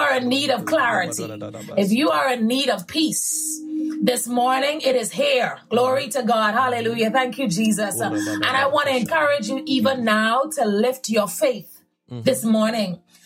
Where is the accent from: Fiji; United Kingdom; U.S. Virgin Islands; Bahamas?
Bahamas; now in United States; I am from the Bahamas. I was born and raised in the Bahamas, but I reside in America.